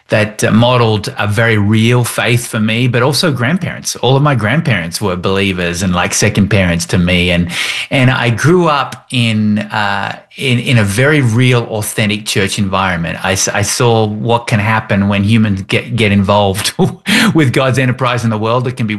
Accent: Tasmania, Australia; accent: Australian; moved away as an adult; now in Denver, United States; I've been here. I'm in my 25th year living in the US, though. I reside in the Denver area, but grew up in Tasmania, born and raised in Tasmania.

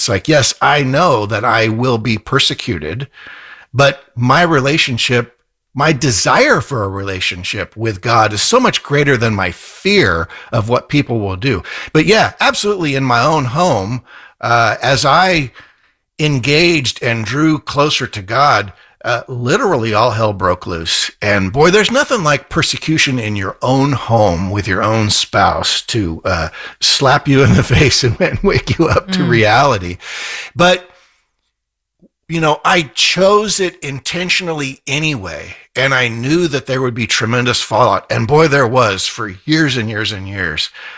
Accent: California, United States; now in West Virginia, United States; West Virginia was an absolute choice because I came from California.

